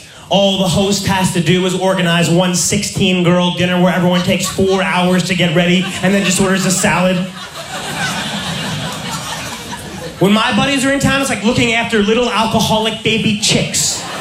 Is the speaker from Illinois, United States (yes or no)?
no; New York, United States; now in Los Angeles, United States; I'm from New York. I live in LA now